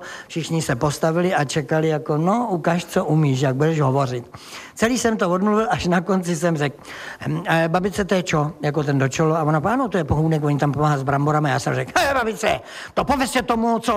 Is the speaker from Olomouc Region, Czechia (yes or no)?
no; South Bohemian Region, Czechia; řeknu, promiňte, já jsem blbej Jihočech a pojedu domů.